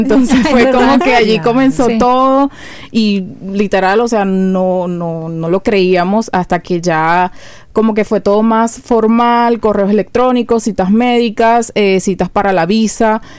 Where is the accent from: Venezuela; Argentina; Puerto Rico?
Venezuela; moved away as an adult; also born or lived in Curaçao; now in Australia; soy venezolana. Salí de mi país en el 2014. Fuimos a Curazao, allí vivimos 5 años.